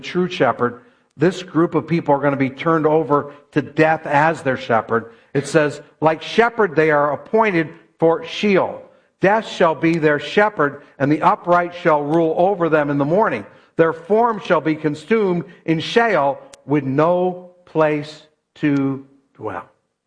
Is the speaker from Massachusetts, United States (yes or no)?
yes; Berkshire Valley, Massachusetts, United States; now in Staten Island, New York, United States; I grew up in the Berkshire Valley in western Massachusetts.